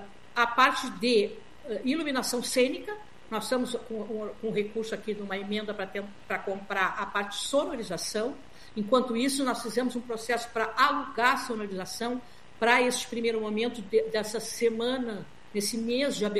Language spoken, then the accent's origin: Portuguese; Rio Grande do Sul, Brazil; nós somos gaúcho forte